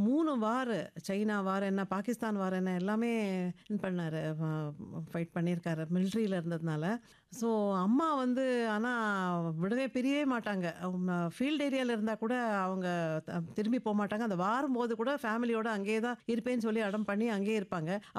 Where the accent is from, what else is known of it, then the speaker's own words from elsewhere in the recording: Agra, Uttar Pradesh, India; born there; நான் வந்து ஆக்ராவில் தான் பிறந்தேன், அதனால தான் … வச்சாங்க.